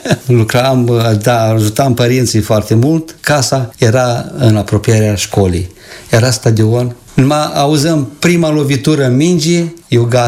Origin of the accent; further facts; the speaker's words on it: Seliște, Nisporeni District, Moldova; Vin de la Seliște, raionul Nisporieni. Acolo am copilărit, acolo am făcut sport, acolo am făcut muzică.